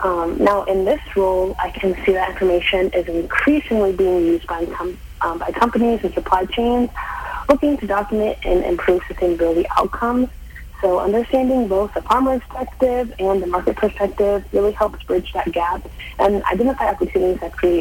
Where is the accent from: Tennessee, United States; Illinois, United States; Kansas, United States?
Kansas, United States; Lawrence; Yeah, so I'm originally from Lawrence, Kansas, with no background in agriculture.